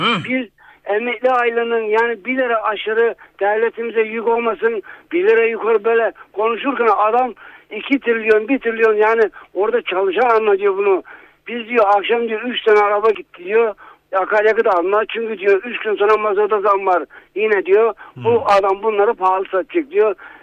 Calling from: Manisa, Turkey; Manisa'dan arıyorum

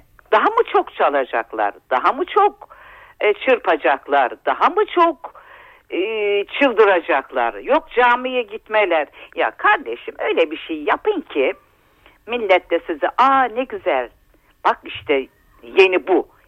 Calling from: Trabzon, Turkey; Ben Trabzon'dan.

